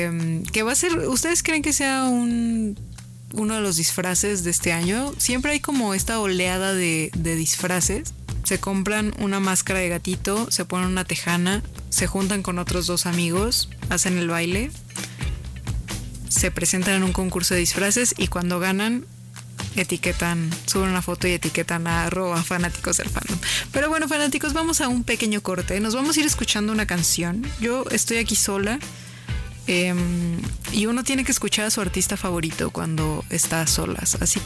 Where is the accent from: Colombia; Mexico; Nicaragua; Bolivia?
Mexico; cómo esto nos da identidad como mexicanos